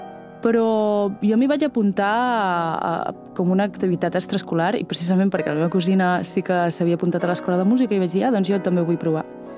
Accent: Gurb, Catalonia, Spain; also born or lived in Vic; Jo vaig néixer a Vic, vaig créixer a Gurb.

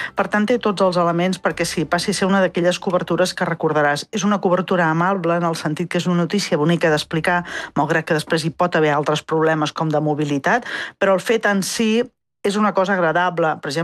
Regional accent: Reus, Catalonia, Spain; sí, soc de Reus, que consti.

